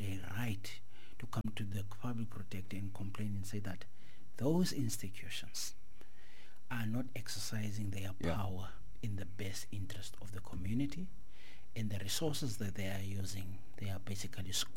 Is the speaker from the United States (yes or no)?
no; Worcester, Western Cape, South Africa; moved away as an adult; now in Cape Town, South Africa; Born and raised in Worcester.